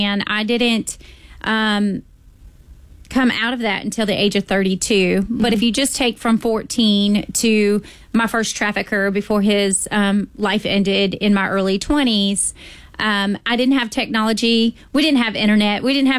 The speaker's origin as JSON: {"language": "English", "region": "South Carolina", "country": "United States", "said": "it happened to me, and I'm from Lexington County."}